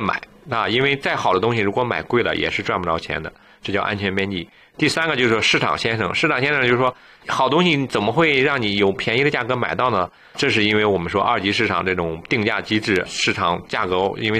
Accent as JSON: {"language": "Chinese", "country": "Canada", "said": "这个 CPP 我们都知道啊，是我们加拿大人的这个养老金。"}